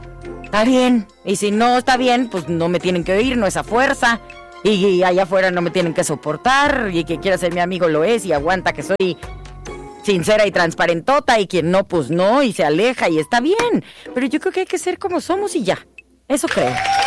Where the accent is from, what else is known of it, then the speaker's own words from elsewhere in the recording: Jalisco, Mexico; moved away; allá en mi pueblo, Jalisco